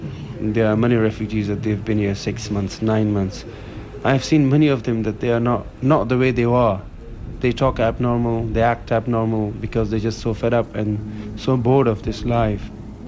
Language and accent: English; Afghanistan; English is a second language; moved away as an adult; now in Calais, France; I'm 32, and I'm from Afghanistan. I've been about 3 months in Calais Jungle.